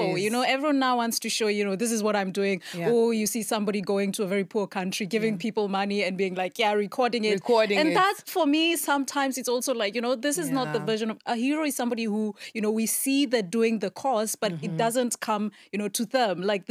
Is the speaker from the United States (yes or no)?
no; Kenya; And I am a runner because I'm Kenyan.